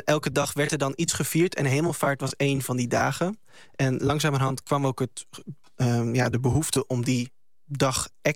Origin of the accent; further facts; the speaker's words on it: Overijssel, Netherlands; ik kom uit Overijssel en daar werd het vroeger niet dauwtrappen... maar hemelvaarten genoemd.